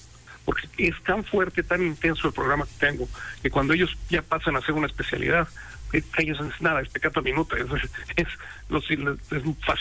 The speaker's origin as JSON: {"language": "Spanish", "country": "Mexico", "moved": "as an adult", "said": "yo le pago a México lo que México hizo por mí, ¿no? Yo cuando terminé mi escuela de medicina me salí de México y ya nunca regresé."}